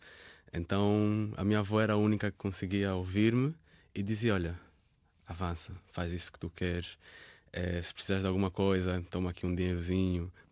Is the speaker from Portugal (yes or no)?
no; Luanda, Angola; Porque apesar de eu ter tido algumas condições boas durante a minha infância, cresci num bairro um pouco muito, muito pobre, que é o bairro Prenda.